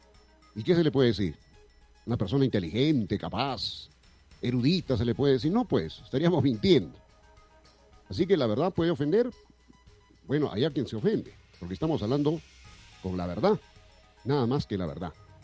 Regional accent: Peru; Yo soy serrano

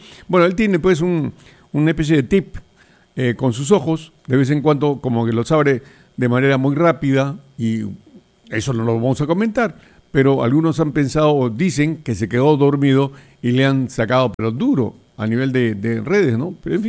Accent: Peru; Yo vengo del Perú, que ha derrotado a dos grupos terroristas, Sendero Luminoso y el MRTA

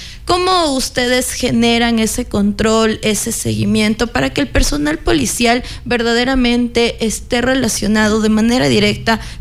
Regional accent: Riobamba, Chimborazo, Ecuador; como riobambeños, como chimboracenses, como ecuatorianos

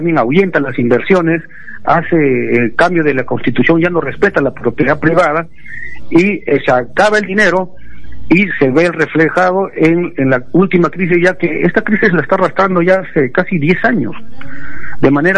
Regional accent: Peru

